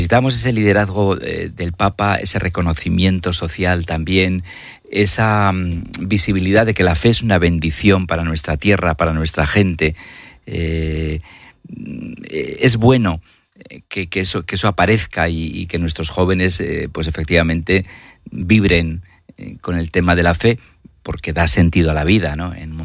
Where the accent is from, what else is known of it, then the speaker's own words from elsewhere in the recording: Mezkiritz, Navarre, Spain; now in Vitoria, Spain; Yo habitualmente suelo ir a alguna semana a mi pueblo, a Mezquiriza, Navarra, con mi madre, pero mi madre está muy frágil, se queda aquí en Vitoria conmigo